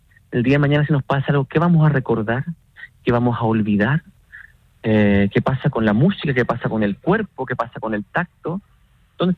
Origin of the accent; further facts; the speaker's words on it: Chile; les cuento a todos nuestros radioescuchas que somos de Chile